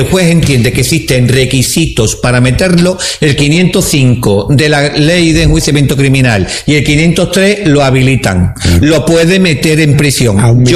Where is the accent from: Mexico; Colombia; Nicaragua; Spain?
Spain; yo soy español ante todo y tengo 83.000 almas.